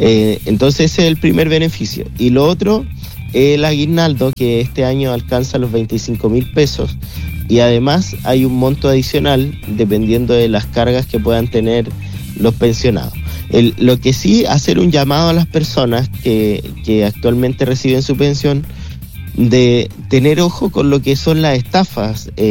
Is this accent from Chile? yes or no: yes; Chile; nosotros como chilenos